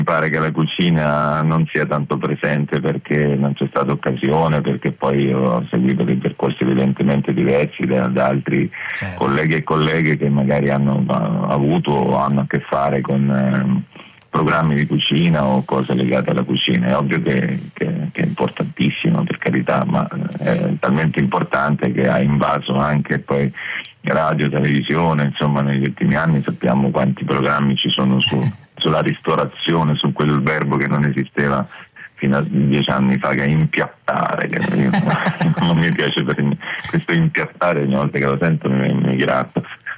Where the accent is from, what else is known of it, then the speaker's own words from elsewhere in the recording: Marche, Italy; Poi appunto vengo dalle Marche